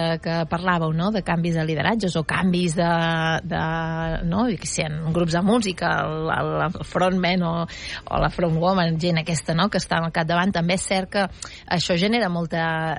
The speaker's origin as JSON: {"language": "Catalan", "town": "Girona", "region": "Catalonia", "country": "Spain", "said": "jo, a veure, a més soc de Girona"}